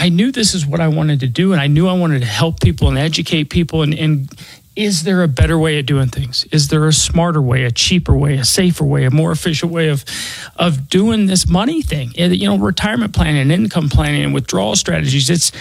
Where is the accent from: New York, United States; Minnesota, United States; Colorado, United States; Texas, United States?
Colorado, United States; Denver; born or raised there